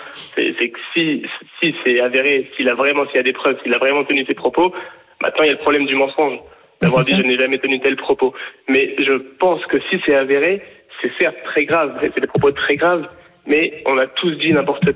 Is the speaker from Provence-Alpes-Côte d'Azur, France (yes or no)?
yes; Nice, Provence-Alpes-Côte d'Azur, France; now in Israel; En fait, je suis à la base, je suis niçois, Et je vous écoute depuis ma plus tendre enfance.